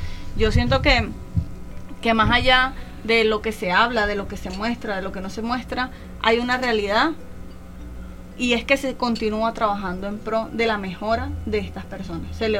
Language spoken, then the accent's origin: Spanish; Venezuela; nosotros como venezolanos somos